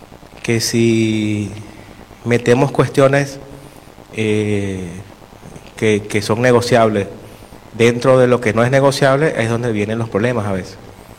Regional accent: Venezuela; moved away; de donde yo vengo

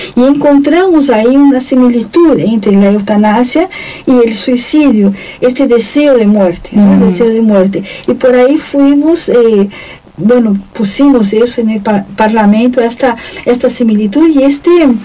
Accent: Brazil; Spanish is a second language; now in Uruguay; Bueno, ya de inicio yo dije, bueno, soy brasileña, así que perdonen alguna.

